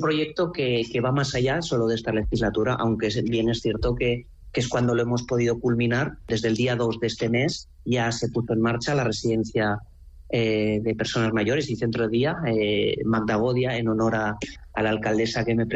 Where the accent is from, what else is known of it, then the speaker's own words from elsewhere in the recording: Mequinenza, Aragon, Spain; Un ciudadano de Mequinenza. Es un pueblo pequeño, para lo que es Aragón ya tiene una cierta dimensión